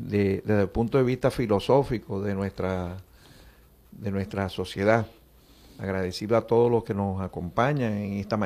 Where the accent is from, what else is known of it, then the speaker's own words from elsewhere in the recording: Venezuela; Y hoy nos tocó a nosotros como venezolanos.